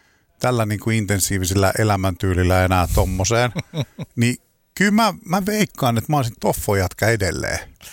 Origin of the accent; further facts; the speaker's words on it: Vantaa, Uusimaa, Finland; meillä Vantaalla oli tommonen juttu.